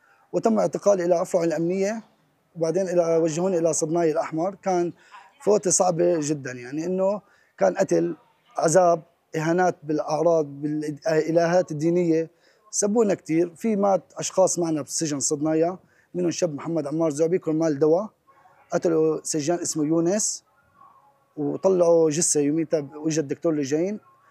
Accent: Syria; طلعنا ورجعنا على مخيمنا وعلى بيوتنا وعلى سوريا، هي أمنا، نحن فلسطينيين سوريين واحد.

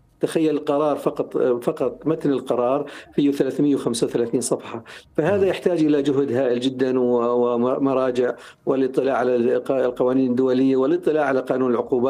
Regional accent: Syria; نحن كسوريين

